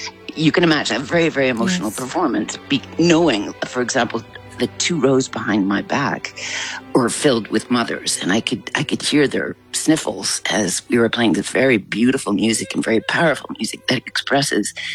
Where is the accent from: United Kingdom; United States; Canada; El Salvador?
Canada; So I'm very proud of my Canadian roots. I grew up in Canada in a Ukrainian commun